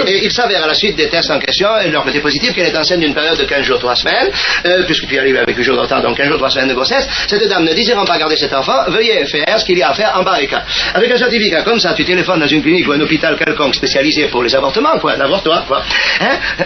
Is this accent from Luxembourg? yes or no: no; Southern France, France; Chez nous, dans le Midi, oui, autant vous dire tout de suite que je suis du Midi.